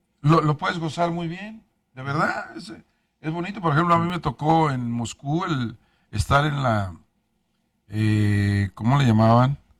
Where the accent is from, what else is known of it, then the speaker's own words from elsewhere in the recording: Mexico; Yo soy mexicano. De acá.